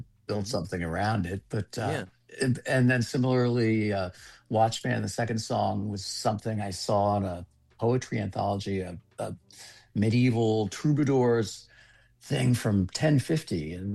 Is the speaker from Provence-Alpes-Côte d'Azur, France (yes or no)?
no; Paris, Île-de-France, France; now in United States; I grew up in Paris. When I moved to the United States